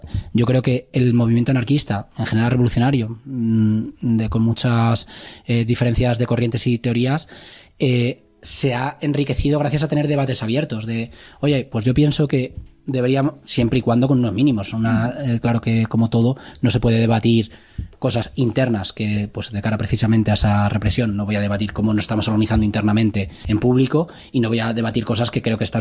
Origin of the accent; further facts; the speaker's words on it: Madrid, Community of Madrid, Spain; es que originalmente vine de Madrid.